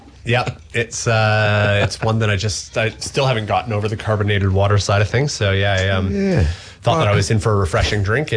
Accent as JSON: {"language": "English", "town": "Barrie", "region": "Ontario", "country": "Canada", "tie": "born or raised there", "also_born_or_lived": "Toronto", "said": "living in Toronto. So it was about an hour and a half drive from my hometown of Barrie. And I was living in Toronto going to the Etobicoke School of the Arts, which was a performing arts school."}